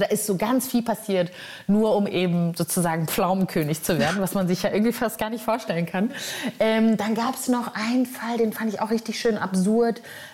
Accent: Neukirchen-Vluyn, North Rhine-Westphalia, Germany; born or raised there

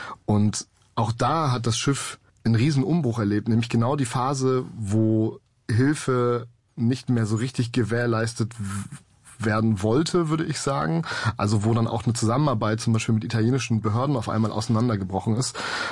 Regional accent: Rostock, Mecklenburg-Vorpommern, Germany; born there; Also ich bin 1989 in Rostock geboren und da hat meine ganze Familie väterlicherseits, also Onkel, Vater, Opa, die haben alle auf den Rostocker Werften gearbeitet.

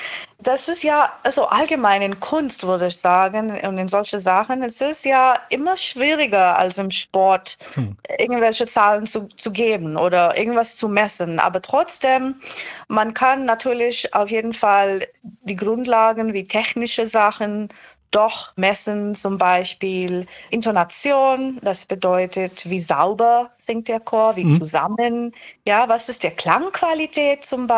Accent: India; now in Ulm, Germany; Ich komme aus Indien selber

